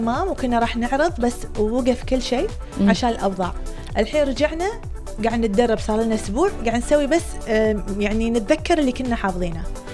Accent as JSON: {"language": "Arabic", "country": "Kuwait", "said": "احنا عائله كويتيه يعني كأي عائلة كويتية"}